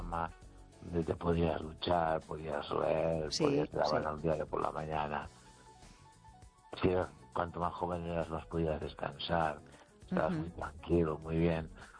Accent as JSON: {"language": "Spanish", "region": "Galicia", "country": "Spain", "tie": "born or raised there", "said": "Y mi pueblo está a unos 9 kilómetros o 8 de los Peares."}